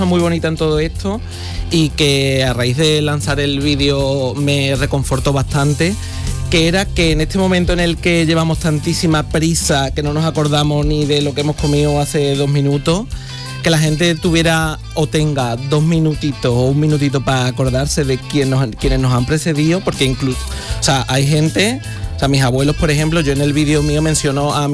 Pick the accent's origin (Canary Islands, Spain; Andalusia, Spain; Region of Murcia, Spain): Andalusia, Spain; Cazalla de la Sierra